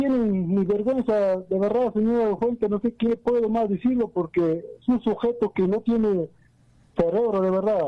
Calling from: Ayacucho, Peru; Comunica desde acá, de Huamanga, Ayacucho

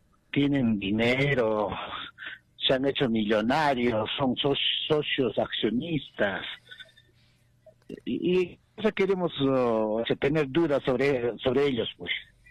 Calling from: Juliaca, Puno, Peru; aquí de Juliaca.

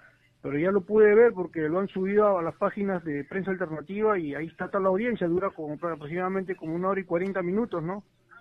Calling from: Lima, Peru

